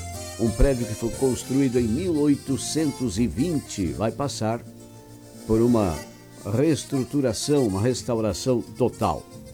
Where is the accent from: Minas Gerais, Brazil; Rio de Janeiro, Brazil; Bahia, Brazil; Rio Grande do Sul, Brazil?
Rio Grande do Sul, Brazil